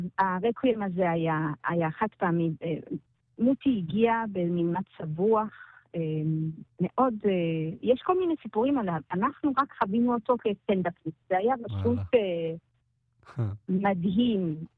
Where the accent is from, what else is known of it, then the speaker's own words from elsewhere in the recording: Lausanne, Vaud, Switzerland; Hebrew is a second language; moved away as an adult; now in Israel; אני גדלתי בשוויץ, הצרפתית, בלוזאן, כן.